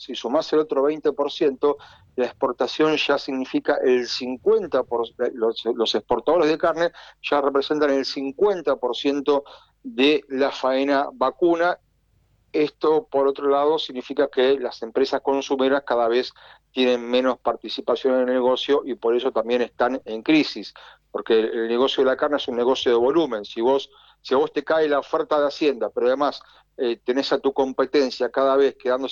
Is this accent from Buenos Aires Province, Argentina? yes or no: no; Rosario, Santa Fe, Argentina; Sí, me acuerdo mucho de viajar a Rosario, de Buenos Aires a Rosario, porque yo soy rosarino, y sí me acuerdo de esos viajes en auto por la Panamericana